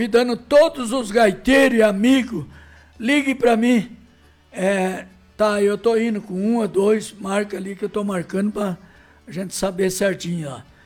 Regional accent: Paraná, Brazil; Um abraço pra todo o pessoal de Rio Gavião, comunidade onde eu faço parte também e me criei no Rio Gavião.

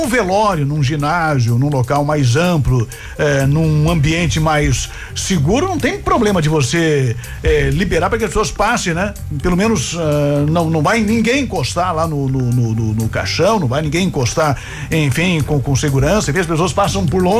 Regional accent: Carazinho, Rio Grande do Sul, Brazil; o cara é de Carazinho, da minha terra.

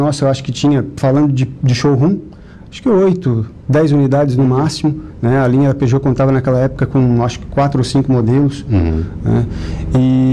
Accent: Tubarão, Santa Catarina, Brazil; also born or lived in Palhoça; Eu nasci em Tubarão. A minha família, 80% de lá, né? Mas saí com 6 anos de idade de Tubarão. Fomos morar em Palhoça, né? E depois retornamos novamente para Tubarão.

